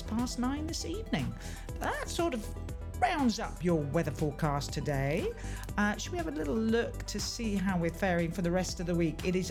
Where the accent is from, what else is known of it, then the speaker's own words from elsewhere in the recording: England, United Kingdom; moved away; on the outskirts of London is my hometown.